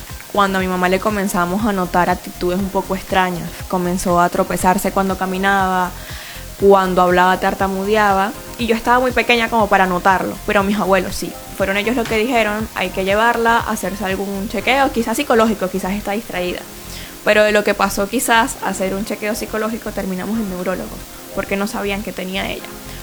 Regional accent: Guatire, Miranda, Venezuela; Y además que soy guatireña. Como estábamos hablando hace rato, todos piensan que soy de Caracas. No, soy de Guatire.

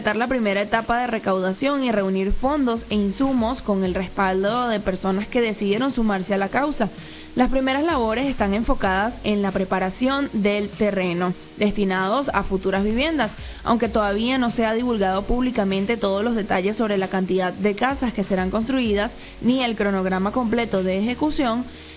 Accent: Venezuela; los venezolanos

